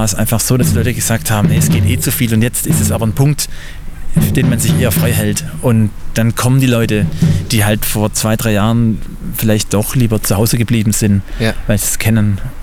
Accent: Esslingen, Baden-Württemberg, Germany; now in Crailsheim, Germany; ich selber komme aus der Nähe von Stuttgart, ich komme aus Esslingen und bin hier zugezogen

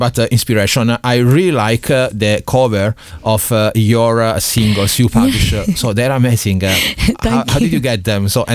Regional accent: Italy; English is a second language; I'm not Irish, you know, I'm Italian, and for me sometimes, so before starting pretending, you know, speak English

